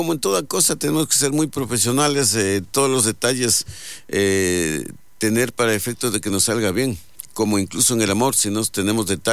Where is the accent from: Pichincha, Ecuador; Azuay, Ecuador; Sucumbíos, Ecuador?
Sucumbíos, Ecuador; Lago Agrio; soy del Aguario